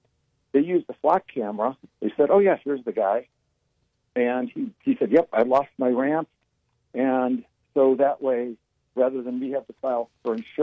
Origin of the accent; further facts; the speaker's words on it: Parma, Ohio, United States; Well, that's needed because of I grew up in Parma.